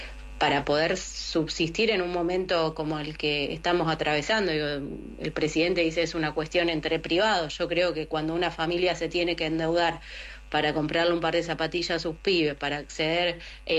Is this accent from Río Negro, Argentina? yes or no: no; Colón, Buenos Aires Province, Argentina; yo particularmente soy de Colón, provincia de Buenos Aires, una ciudad chica de 27.000 habitantes